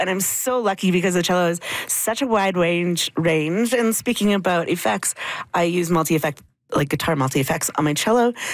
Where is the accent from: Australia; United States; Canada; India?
Canada; She's also from Treaty 8. I'm from Treaty 8.